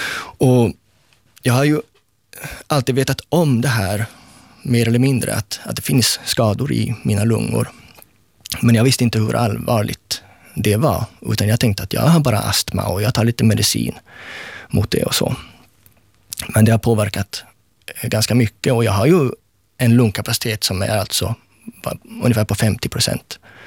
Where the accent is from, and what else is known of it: Sweden; accent: Sweden Swedish; now in Finland